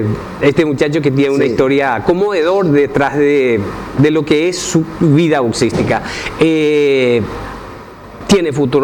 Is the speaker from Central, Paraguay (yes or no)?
yes; Luque, Central, Paraguay; moved away as an adult; also born or lived in Concepción, Paraguay; now in Pedro Juan Caballero, Paraguay; Yo me fui de la ciudad de Luque. Yo soy natural de Concepción, crecí en Luque. Me fui a la ciudad de Pedro Juan Caballero por motivo de trabajo.